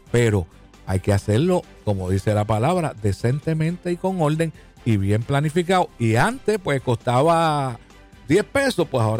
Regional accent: Río Grande, Puerto Rico; also born or lived in Fajardo, Puerto Rico; now in Luquillo, Puerto Rico; en Luquillo, mi pueblo... mi pueblo donde yo vivo, pues yo soy de Río Grande, nací en Fajardo y he vivido en diferentes sitios del área este de Puerto Rico.

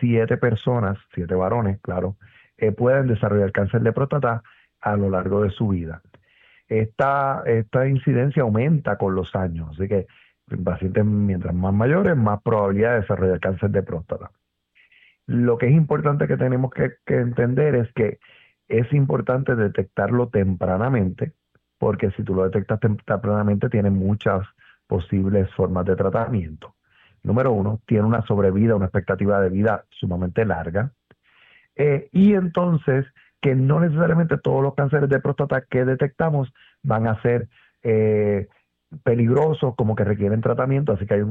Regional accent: Puerto Rico

